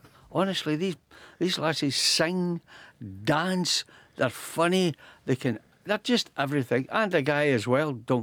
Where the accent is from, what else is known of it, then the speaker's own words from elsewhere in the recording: Glasgow, Scotland, United Kingdom; I grew up in Dover Street